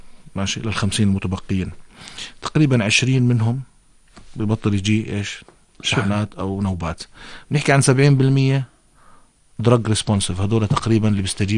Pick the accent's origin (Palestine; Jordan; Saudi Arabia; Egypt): Jordan; عندنا في الأردن